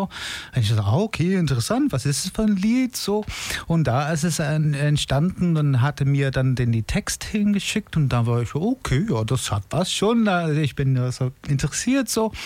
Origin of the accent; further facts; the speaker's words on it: England, United Kingdom; German is a second language; moved away as an adult; now in Germany; ich komme ursprünglich aus England, lebe aber seit 2006 in Deutschland.